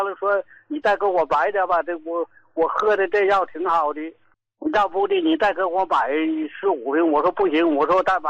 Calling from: Qinhuangdao, Hebei, China; 我老爸和我们都是秦皇岛的人士。

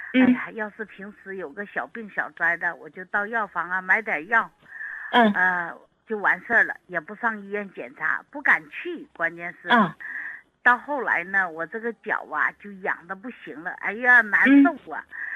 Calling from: Nantong, Jiangsu, China; 我是南通的。

